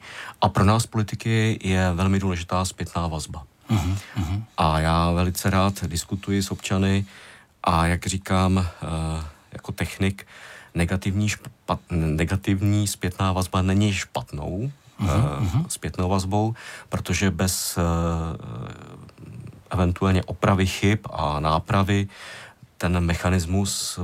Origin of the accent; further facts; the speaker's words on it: Vysočina Region, Czechia; já jsem hrdý z Vysočiny, takže já to teď zmiňuji takhle široce